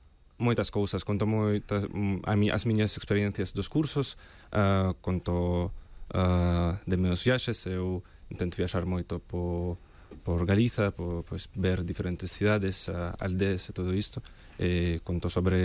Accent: Saint Petersburg, Russia; Eu son de Rusia, de San Petersburgo. O meu pai de Chipre, pero eu crecí en Rusia e fixe a carreira en estudos hispánicos na Universidade de San Petersburgo

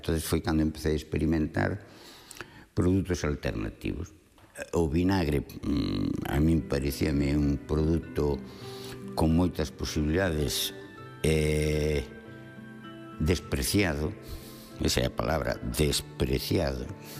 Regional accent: Galicia, Spain; o feito de chamar vinagres do Ribeiro é porque eu son do Ribeiro. E a minha palabra Ribeiro ten moito valor e moito significado. Eu nací nun pobo.

